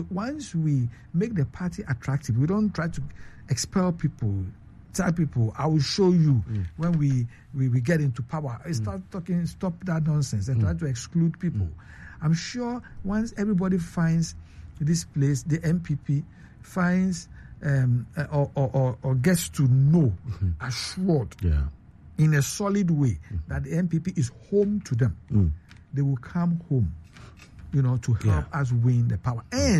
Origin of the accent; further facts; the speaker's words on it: Greater Accra, Ghana; I'm very argumentative because I was born in Choco.